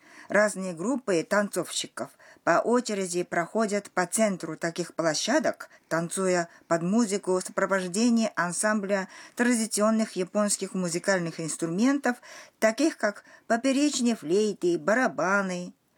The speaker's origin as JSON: {"language": "Russian", "region": "Tokushima", "country": "Japan", "tie": "born or raised there", "said": "Например, в моем родном городе, в префектуре Токусима на острове Сикоку, каждый год в середине августа проходит фестиваль"}